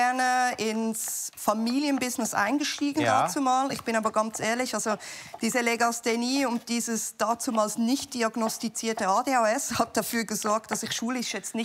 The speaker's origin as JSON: {"language": "German", "country": "Switzerland", "tie": "born or raised there"}